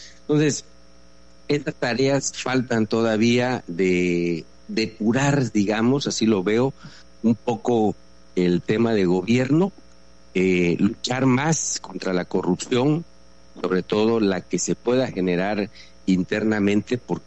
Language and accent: Spanish; Palizada, Campeche, Mexico; de mi pueblo, la carretera famosa que tú seguramente sabes, una demanda añeja de los paliceños